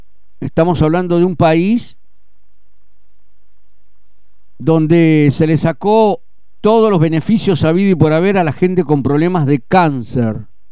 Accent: Santa Fe, Argentina; nosotros seguimos como ciudadanos santafesinos

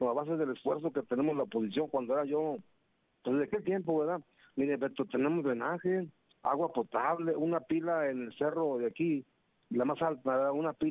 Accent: Durango, Mexico; born there; now in Puerto del Toro, Mexico; me vine para acá y no había drenaje, ni agua potable ahí donde yo nací, y toda esa cordillera, ¿verdad?

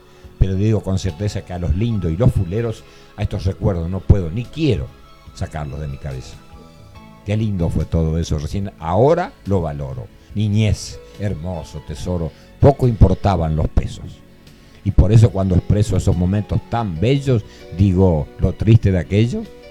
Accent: Argentina; Recuerdo de mi infancia vivir aquí en Barros Pasos.

